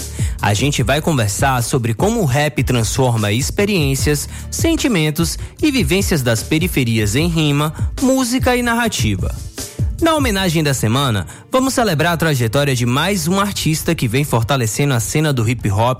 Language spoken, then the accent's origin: Portuguese; Piritiba, Bahia, Brazil; now in Cruz das Almas, Brazil; Sou de Piritiba, terra de … moro em Cruz das Almas, no Recôncavo Baiano.